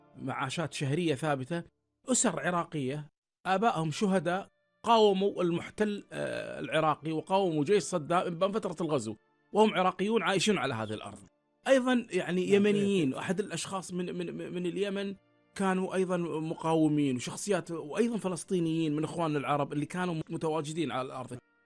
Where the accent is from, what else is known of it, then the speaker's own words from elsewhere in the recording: Kuwait; لما عرف اني كويتي